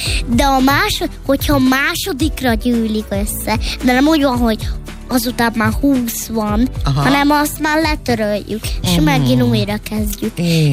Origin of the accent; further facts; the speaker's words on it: Ukraine; now in Budapest, Hungary; Hát, nagyon különleges lett, de én Ukrajnából származok, és Ukrajnában születtem.